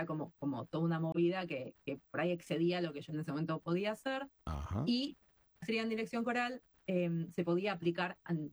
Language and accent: Spanish; Argentina; moved away as an adult; toda la formación que yo tenía en Argentina era válida